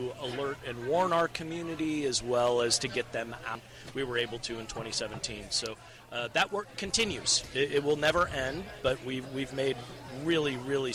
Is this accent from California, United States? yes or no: yes; Sonoma Valley, California, United States; being the fire chief here for Sonoma Valley Fire District, serving my hometown